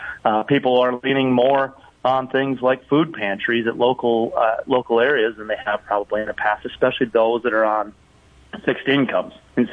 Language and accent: English; Arlington, South Dakota, United States; now in Madison, United States; You know, I grew up in Arlington. I live in Madison. These are safe communities. Growing up, we left our, you know, keys in the pickup and our front doors unlocked. That's the type of South Dakota I think that we all love